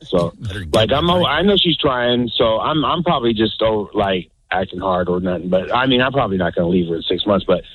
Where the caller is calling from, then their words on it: Las Vegas, Nevada, United States; I'm from Vegas